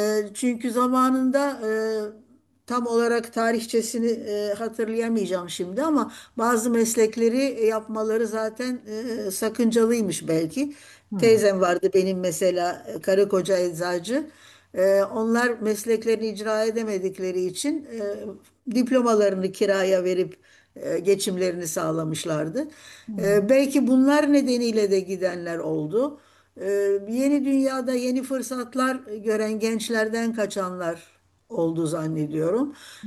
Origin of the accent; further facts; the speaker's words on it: Istanbul, Turkey; also born or lived in Şişli, Istanbul; Biz evlenene kadar Bakırköylüydük zaten. Yani orada doğduk, orada büyüdük kız kardeşimle ben. Ondan sonra da evlendikten sonra Şişli yöresine geçtik.